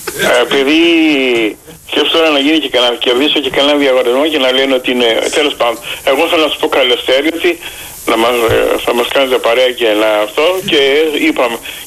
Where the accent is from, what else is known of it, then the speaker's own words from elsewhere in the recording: Chania, Crete, Greece; Εγώ είμαι από Χανιά.